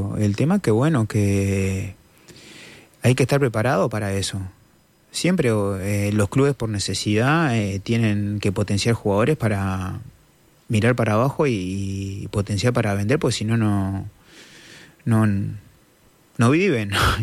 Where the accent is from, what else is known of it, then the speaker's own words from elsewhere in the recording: Uruguay; moved away; yo que soy recontra uruguayo, me toca vivir afuera